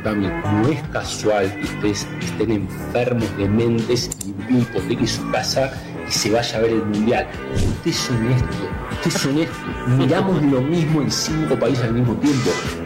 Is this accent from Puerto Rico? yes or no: no; Argentina; moved away; yo soy argentino-italiano